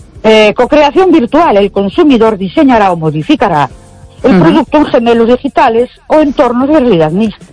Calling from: Ourense, Galicia, Spain; de Ourense.

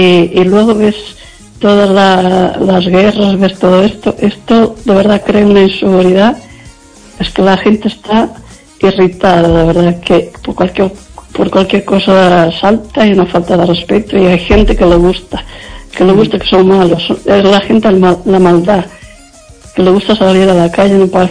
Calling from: Lugo, Galicia, Spain

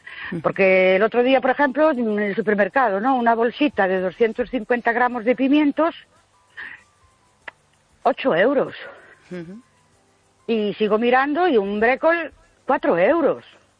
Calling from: Ourense, Galicia, Spain; de Ourense otra vez.

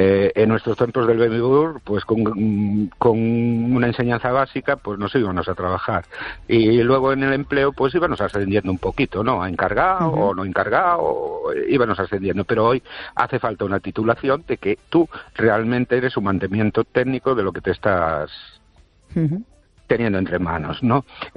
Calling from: Ourense, Galicia, Spain; Buenas noches, Esther y oyentes. … de Orense.

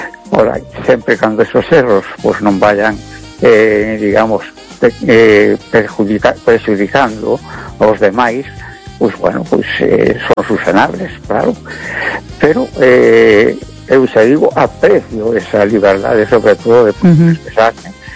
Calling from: A Coruña, Galicia, Spain; de Coruña.

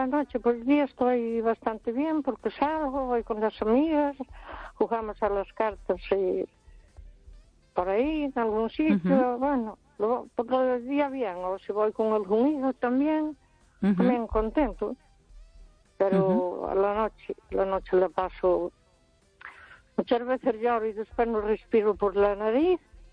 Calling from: Ourense, Galicia, Spain; desde Ourense.

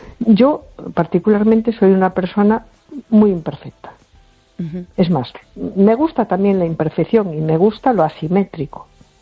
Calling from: A Coruña, Galicia, Spain; de Coruña.

